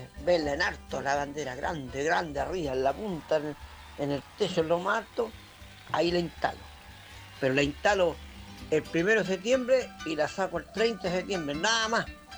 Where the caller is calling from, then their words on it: Valparaíso, Chile; Acá de Valparaíso